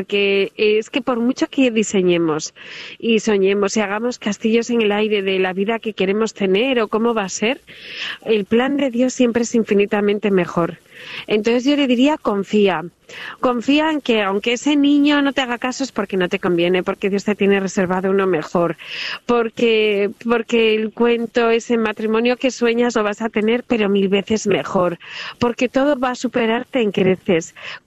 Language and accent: Spanish; Spain; decimos aquí en España